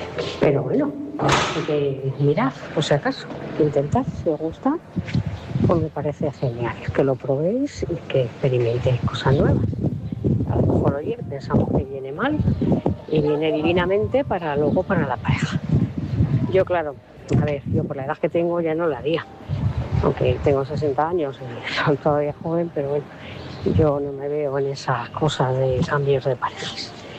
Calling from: Móstoles, Community of Madrid, Spain; de Móstoles.

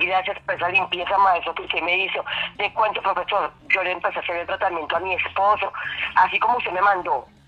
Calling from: Bogotá, Colombia; Yo llamo aquí desde Bogotá, en el barrio Marruecos

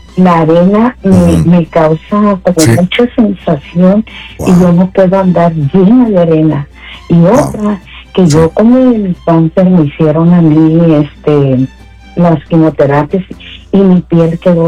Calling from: Matamoros, Tamaulipas, Mexico; Soy de Matamoros.

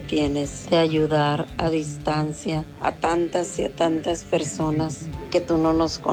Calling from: Culiacán, Sinaloa, Mexico; Acá te escucho en Culiacán, Sinaloa, en la colonia Las Vegas.

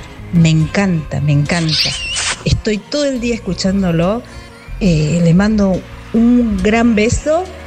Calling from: Hernando, Córdoba, Argentina; les hablo desde Hernando, Córdoba, Argentina.

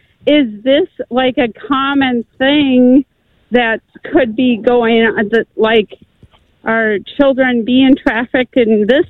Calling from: Minnesota, United States; I'm from Minnesota

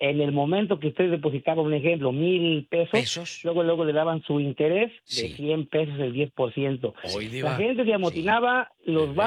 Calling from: Yautepec, Morelos, Mexico; Y alrededor de ese pueblo de Yautepec, que es de donde yo soy

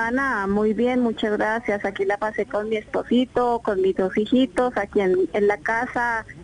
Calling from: Bogotá, Colombia; Desde Kennedy Central.

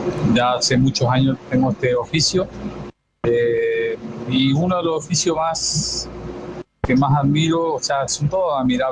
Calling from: Misiones, Argentina; yo soy de Misiones.

